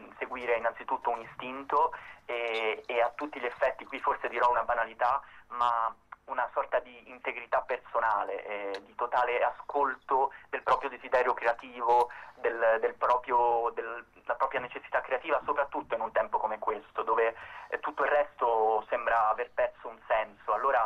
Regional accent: Rome, Lazio, Italy; now in Milan, Italy; Io sono di Roma originariamente

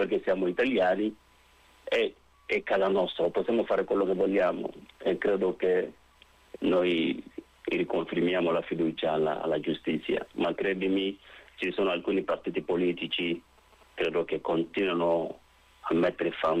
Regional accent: Mali; now in Italy; Ma io sono africano, sono nero, sono del Mali.

